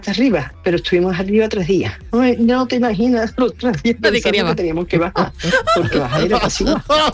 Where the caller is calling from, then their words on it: Seville, Andalusia, Spain; de Sevilla.